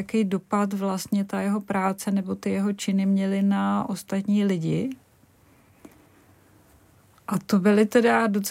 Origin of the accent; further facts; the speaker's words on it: Brno, South Moravian Region, Czechia; my jsme byli vždycky Brňáci a nějaká národnost, ať už česká nebo německá, v tom nehrála žádnou roli.